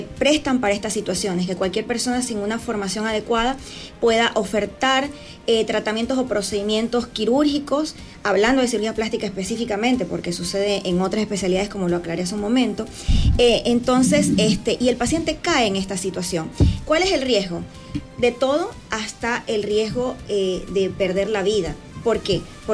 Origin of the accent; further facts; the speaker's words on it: Chone, Manabí, Ecuador; also born or lived in Argentina; Soy oriunda de Chone.